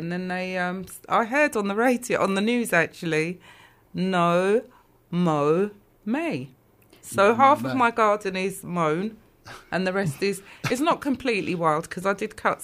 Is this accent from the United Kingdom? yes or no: yes; London, United Kingdom; where I grew up, it did used to be called Archway. It's now Lower Highgate. So I grew up in Lower Highgate.